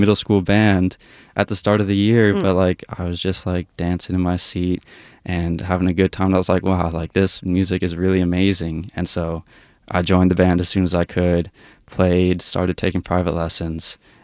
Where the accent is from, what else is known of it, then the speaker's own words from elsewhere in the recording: Alberta, Canada; now in Toronto, Canada; even though I'm from Alberta. Mm-hmm. I grew up there.